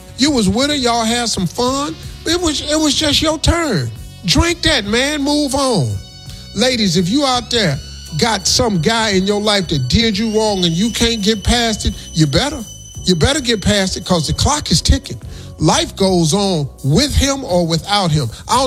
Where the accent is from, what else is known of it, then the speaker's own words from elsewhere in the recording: Colombia; I said, bro, what are you talking about? I'm from Colombia.